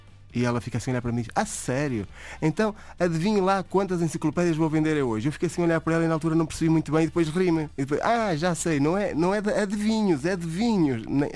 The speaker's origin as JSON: {"language": "Portuguese", "town": "Águeda", "region": "Centro", "country": "Portugal", "also_born_or_lived": "Vila Real", "moved": "as an adult", "lives_now": "Douro, Portugal", "said": "Eu sou da zona centro, sou de Águeda"}